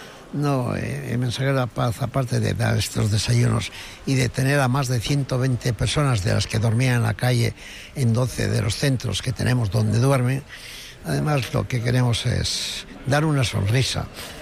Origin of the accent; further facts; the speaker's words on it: Asturias, Spain; born there; Nací allí en Asturias